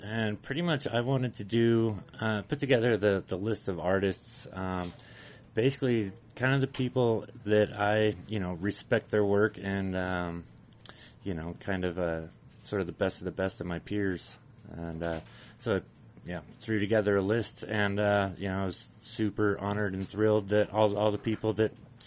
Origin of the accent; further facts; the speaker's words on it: Carbondale, Colorado, United States; to bring to Carbondale, to my hometown.